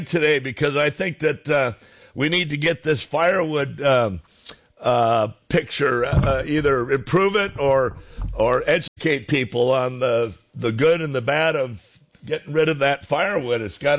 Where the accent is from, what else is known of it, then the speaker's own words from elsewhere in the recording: California, United States; I grew up in Northern California. My father ran a sawmill in Ukiah, and we ran a great vineyard and pear orchard, as well as my father was a millwright for a big mill up there.